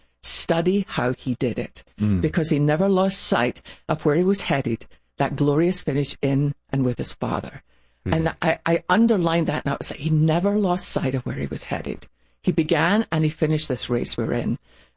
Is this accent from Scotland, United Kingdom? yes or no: yes; Scotland, United Kingdom; because I'm Scottish and we use everything.